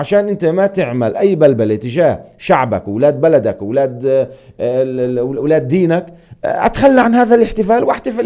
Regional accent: Palestine; هي بتمثل كثير لنا كفلسطينيين كعرب كمسلمين.

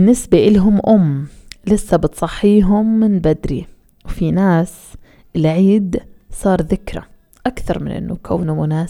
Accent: Palestine; إحنا كمجتمع فلسطيني

